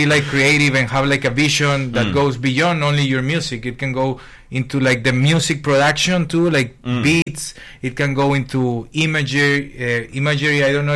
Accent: Chimbote, Ancash, Peru; English is a second language; moved away; I'm from Chimbote, that it's a port in the north middle of the coast of Peru.

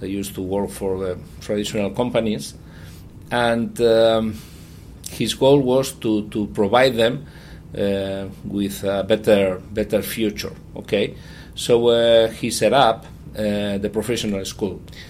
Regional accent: Bilbao, Basque Country, Spain; but I grew up in Bilbao.

